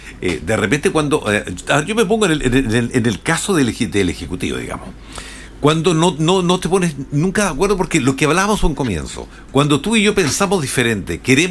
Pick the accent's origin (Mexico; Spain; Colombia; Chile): Chile